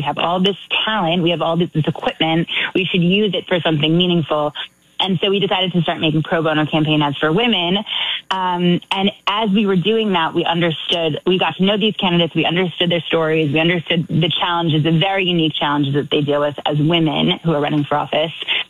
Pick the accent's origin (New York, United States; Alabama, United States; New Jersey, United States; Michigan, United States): Michigan, United States; born or raised there